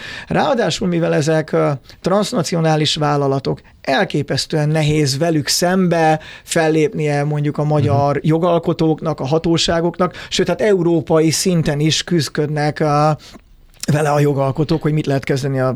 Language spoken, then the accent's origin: Hungarian; Hungary; Magyarként kezdjük a rossz.